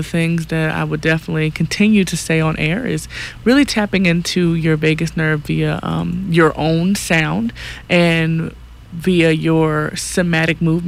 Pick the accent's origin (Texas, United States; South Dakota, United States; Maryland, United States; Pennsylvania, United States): Pennsylvania, United States; Philadelphia; moved away as an adult; now in Kauai, United States; I am a sound activator and nervous system regulator. I'm originally from Philly, but have been on Kauai for about 2 months now